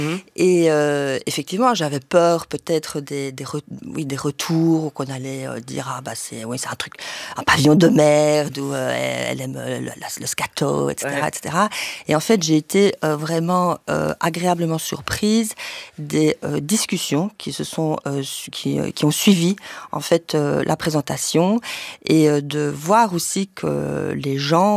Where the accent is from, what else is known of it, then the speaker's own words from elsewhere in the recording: Luxembourg; moved away as an adult; also born or lived in Brussels, Belgium; Je suis née à Bruxelles, d'une mère espagnole, d'un père belge. Ensuite, j'ai grandi au Grand-Duché de Luxembourg et j'y ai vécu jusqu'à mes 18 ans.